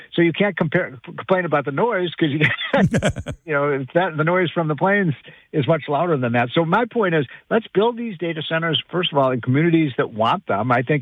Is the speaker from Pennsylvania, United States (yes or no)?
no; Illinois, United States